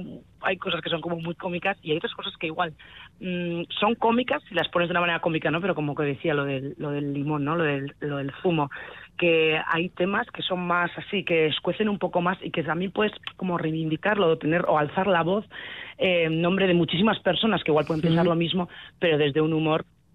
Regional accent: Basque Country, Spain; Y yo también como mujer vasca, pero en mi caso negra y madre, ¿no?

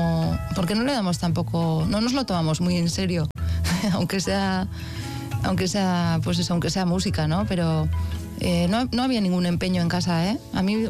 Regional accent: Hernani, Basque Country, Spain; also born or lived in San Sebastián; yo he nacido en el entorno de la charanga. Soy de Oyalume, que es un barrio entre Astigarraga y Hernani donde se ha hecho danza lecua.

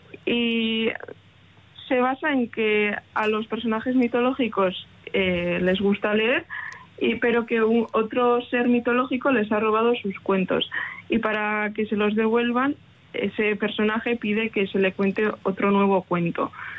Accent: Vitoria, Basque Country, Spain; Pues bueno, yo soy de Vitoria

